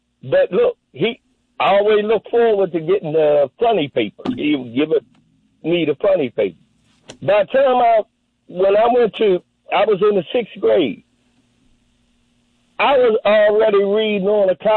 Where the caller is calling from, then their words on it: Baltimore, Maryland, United States; I'm calling from Baltimore. East.